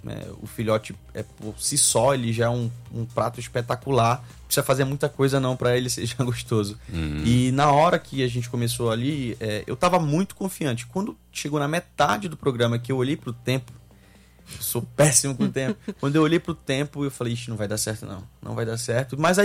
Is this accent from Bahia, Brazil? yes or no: no; Belém, Pará, Brazil; eu sou de Belém.